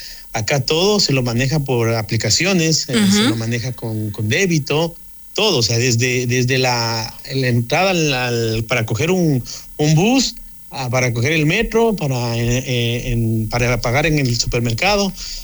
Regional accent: Ecuador; moved away as an adult; now in China; porque soy el único ecuatoriano acá, estoy solito acá.

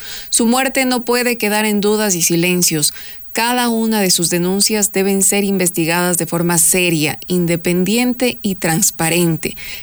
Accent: Ecuador; Este sentimiento de zozobra que cada vez nos invade a los ecuatorianos con mayor frecuencia

